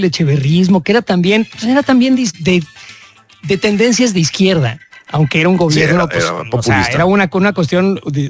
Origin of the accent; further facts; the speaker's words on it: Mexico; born there; digo algo en el radio que tengo triple nacionalidad, entonces este güey es un maldito que no es mexicano. Nací en México. O sea, tengo mi pasaporte mexicano y mi nacionalidad, pero no puedo ser, no soy puro.